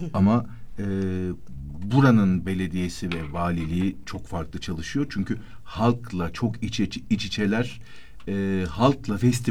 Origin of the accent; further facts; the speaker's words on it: Sivas, Turkey; Bir de şu var, biz Sivaslıyız. İstanbul'da mesela Sivaslı çok.